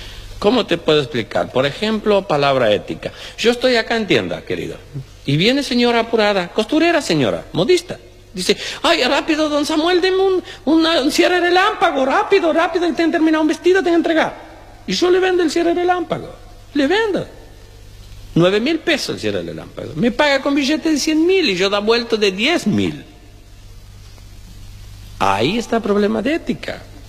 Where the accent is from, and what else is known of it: Argentina